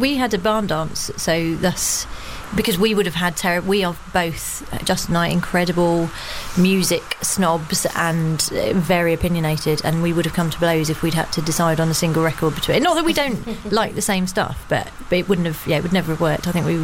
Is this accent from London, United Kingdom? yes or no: yes; Croydon, London, United Kingdom; I grew up in Croydon in South London.